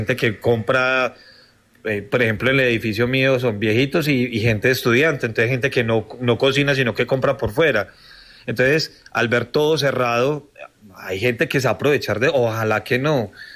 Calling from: Pereira, Risaralda, Colombia; los que somos de Pereira

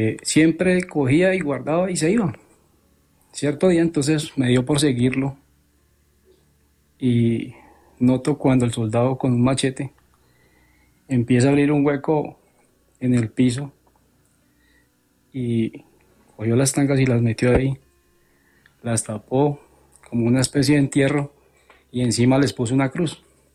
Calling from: Bogotá, Colombia; me encuentro en la ciudad de Bogotá.

